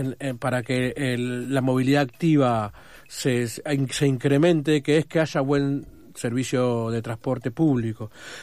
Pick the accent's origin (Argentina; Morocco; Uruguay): Argentina; Buenos Aires; yo soy soy porteño.